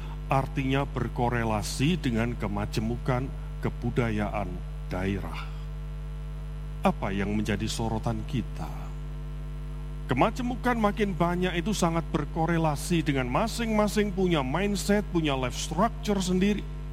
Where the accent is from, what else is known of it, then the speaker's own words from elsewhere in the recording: East Java, Indonesia; Saya dari Jawa Timur, logat Jawa Timur berbeda dengan Jawa Tengah.